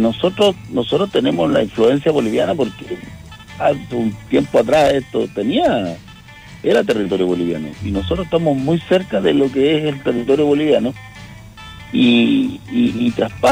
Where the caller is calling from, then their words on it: Antofagasta, Chile; Soy representante de la Asociación de Conjuntos Folclóricos de Oruro acá en Antofagasta.